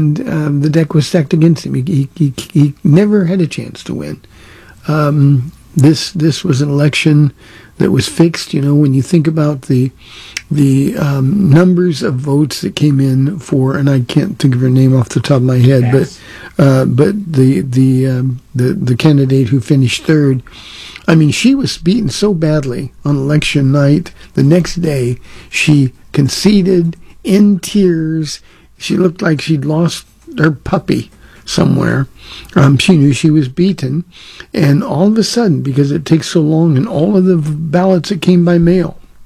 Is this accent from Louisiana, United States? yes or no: no; California, United States; moved away; I'm from Southern California. I grew up 30 miles east of Los Angeles